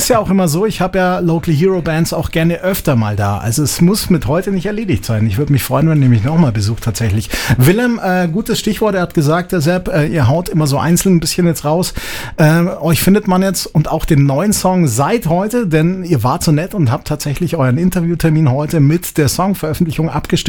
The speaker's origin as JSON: {"language": "German", "town": "Peiting", "region": "Bavaria", "country": "Germany", "tie": "born or raised there", "said": "Sowas haben wir nämlich auch, hatten wir mal in meiner Heimat in Peiting, die lange Nacht der Musik."}